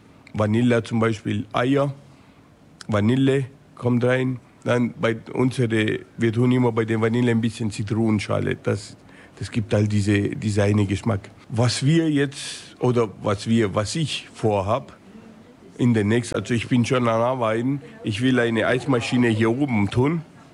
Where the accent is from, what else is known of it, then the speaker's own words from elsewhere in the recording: Italy; also born or lived in Germany; Ich bin weit weg von meinen Eltern aufgewachsen. Wo ich geboren bin, wo ich erst ein paar Monate alt war, haben sie mich nach Italien geschickt bei Oma und Oma.